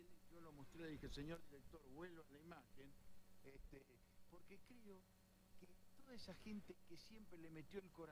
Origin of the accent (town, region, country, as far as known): Argentina